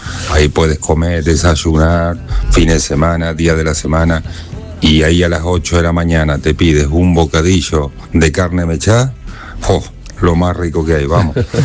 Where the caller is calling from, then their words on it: Málaga, Andalusia, Spain; de Málaga